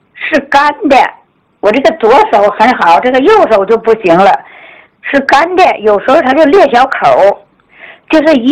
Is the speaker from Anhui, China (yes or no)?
yes; Hefei, Anhui, China; born there; now in Hegang, China; 我生在合肥，我姐姐，她先到这个黑龙江鹤岗的，完了。